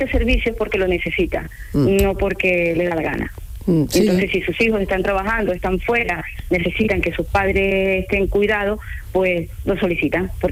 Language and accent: Spanish; Ecuador; now in Spain